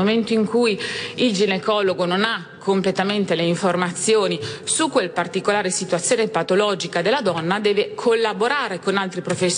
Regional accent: Piacenza, Emilia-Romagna, Italy; io sono di Piacenza

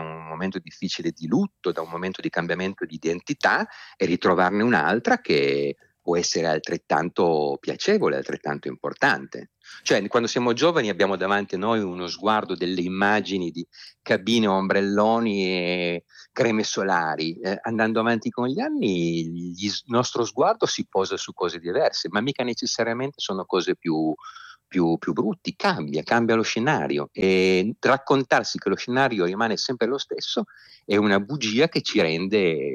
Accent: Turin, Piedmont, Italy; io sono torinese

